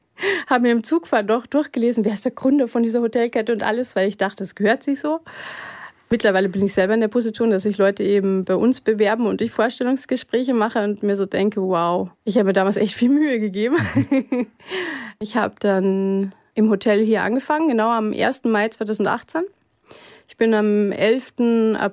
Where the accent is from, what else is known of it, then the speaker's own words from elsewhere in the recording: Malta, Carinthia, Austria; einmal in Kärnten, also wo Malta liegt, wo ich aufgewachsen bin, und einmal in Salzburg.